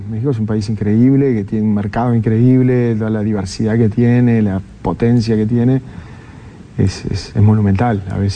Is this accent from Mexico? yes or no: no; Uruguay; Yo soy de Uruguay, a ver.